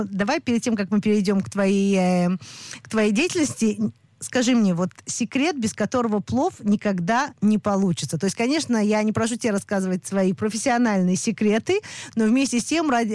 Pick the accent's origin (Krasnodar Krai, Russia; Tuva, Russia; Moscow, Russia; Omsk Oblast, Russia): Moscow, Russia; Хотя мы приехали из Москвы, но у нас была семья, то есть родственники, которые жили в Узбекистане